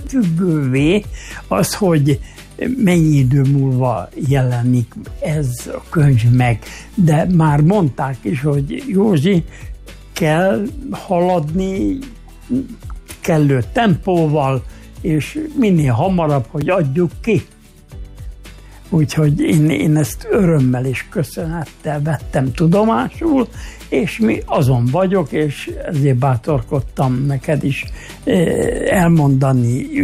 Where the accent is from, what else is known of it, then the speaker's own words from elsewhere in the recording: Gávavencsellő, Szabolcs-Szatmár-Bereg, Hungary; moved away; most voltam otthon Gáván